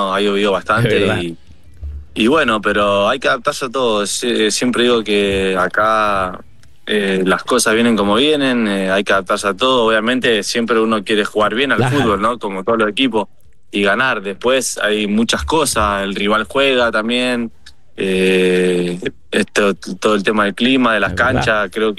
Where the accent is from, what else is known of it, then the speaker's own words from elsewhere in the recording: Mendoza, Argentina; Yo soy mendocino